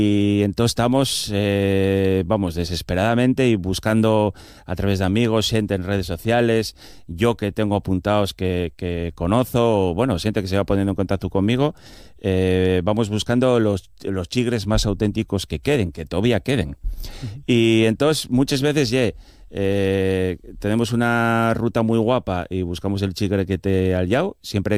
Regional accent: Avilés, Asturias, Spain; also born or lived in cuenca minera; que yo soy de Avilés, pero viví muchos años en la cuenca minera

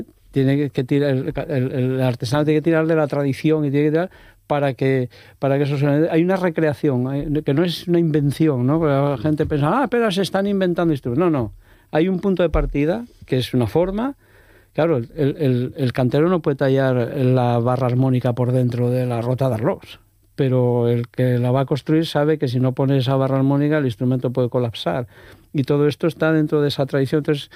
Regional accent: Ujo, Asturias, Spain; Es mi pueblo, ¿cómo va a haber un instrumento ahí?

